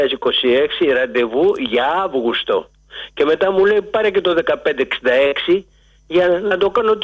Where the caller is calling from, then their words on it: Pikermi, Attica, Greece; είμαι από το Πικέρμη.